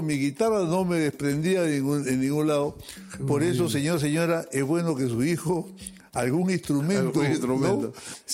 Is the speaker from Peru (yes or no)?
yes; Peru; Pero jefe, yo soy cantante, soy peruano, vengo de un festival, mire, acá está mi trofeo.